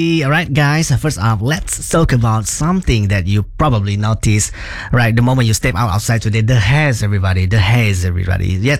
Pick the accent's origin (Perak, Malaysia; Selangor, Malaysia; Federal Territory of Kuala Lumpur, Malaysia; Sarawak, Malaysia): Sarawak, Malaysia; now in Kuching, Malaysia; Actually, in Kenawit, not far from my hometown, recorded at API of reading 216